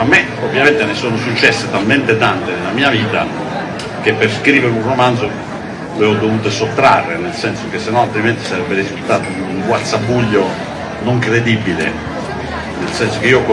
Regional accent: Southern Italy, Italy; Noi democratici del sud

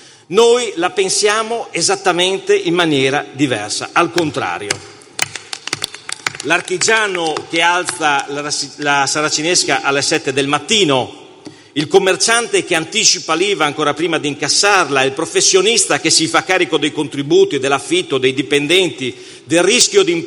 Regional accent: Pordenone, Friuli-Venezia Giulia, Italy; Io vengo da Pordenone, uno di quei capoluoghi che oggi è sprovvisto di questa iniziativa.

